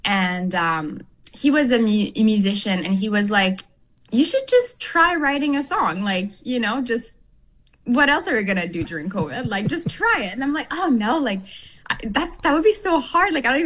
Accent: Canada; I mean, I'm French Canadian. So in our roots and in my blood, there's like the fiddle, like the trad French music.

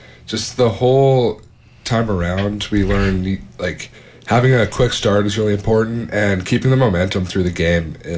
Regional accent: Saskatchewan, Canada; and since we're from Sask, they have so many more people than we do.

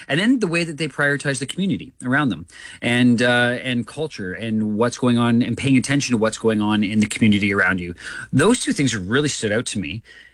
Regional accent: Ontario, Canada; also born or lived in Saskatchewan; I grew up in Southern Ontario and then ended up going out to school in Saskatchewan to Briarcrest Bible College.

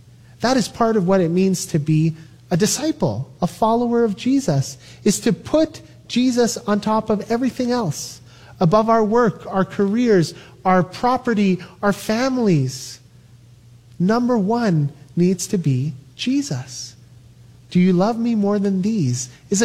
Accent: Toronto, Ontario, Canada; It was grade 12, and I grew up in Toronto, in a neighborhood that I would say is not the safest.

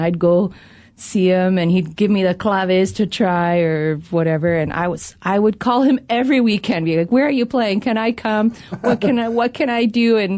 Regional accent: Steinbach, Manitoba, Canada; I grew up in Steinbeck. There was one radio station

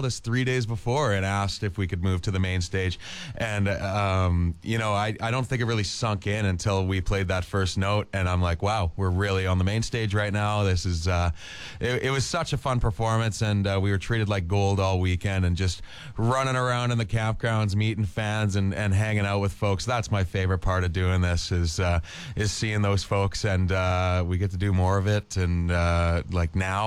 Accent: Weyburn, Saskatchewan, Canada; moved away as an adult; also born or lived in Alberta; I grew up in Weyburn and never went to Craven growing up.

